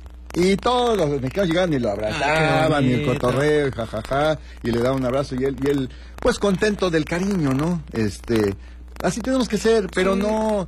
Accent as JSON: {"language": "Spanish", "country": "Mexico", "said": "No me parece correcto que como mexicanos, y esas son las cosas que dan pena de los mexicanos, que así como somos muy buena onda"}